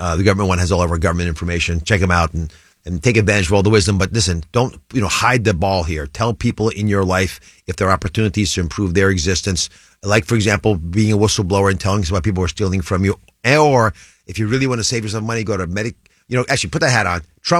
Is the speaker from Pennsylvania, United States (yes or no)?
yes; Philadelphia, Pennsylvania, United States; I'm from Philadelphia.